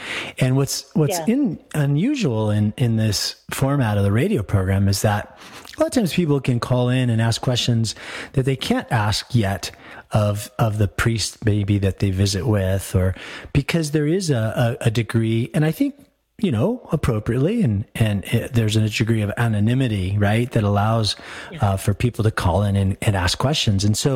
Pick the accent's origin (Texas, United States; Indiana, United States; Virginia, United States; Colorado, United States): Colorado, United States; Aurora; moved away; I grew up and went to high school in Aurora.